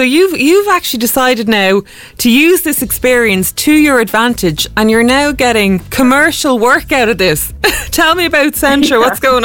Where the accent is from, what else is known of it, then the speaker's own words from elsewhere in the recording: Ireland; I am Irish.